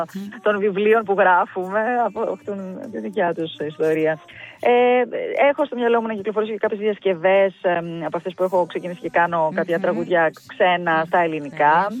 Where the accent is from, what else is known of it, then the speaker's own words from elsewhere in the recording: Cyprus; moved away; στην πατρίδα μου και πατρίδα του Ευαγόρα φυσικά, στην Κύπρο